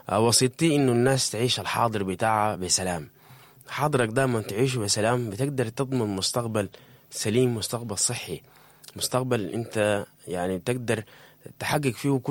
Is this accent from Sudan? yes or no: yes; Sudan; بلدنا السودان